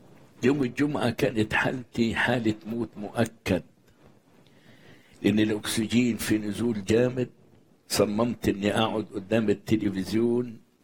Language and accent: Arabic; Egypt; وهنشوف المجد، وهنشوف المجد في بلدنا مصر وفي كنيستنا